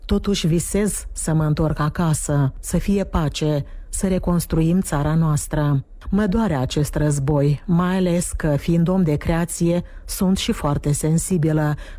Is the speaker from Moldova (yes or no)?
no; Sievierodonetsk, Luhansk Oblast, Ukraine; Romanian is a second language; moved away as an adult; now in Chernivtsi, Ukraine; a fost creată în orașul meu natal Сіверсько-Донецьк de regiunea Lugansk. În anul 2022, organizația și-a reluat activitățile în Cernăuți.